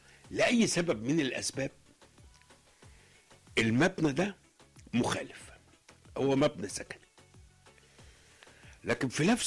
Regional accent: Egypt; عندنا في مصر

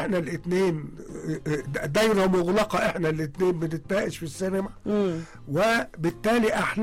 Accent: Egypt; احنا كمصريين

